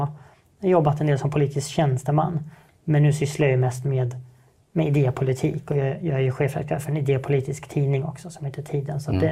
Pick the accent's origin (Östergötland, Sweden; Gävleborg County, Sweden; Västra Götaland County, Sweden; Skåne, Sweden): Östergötland, Sweden; Norrköping; also born or lived in Stockholm / Linköping; Det stämmer, så att jag är född i Stockholm, i Järvaområdet, flyttade ganska snabbt till Östergötland och därmed uppvuxen i Norrköping och Linköping.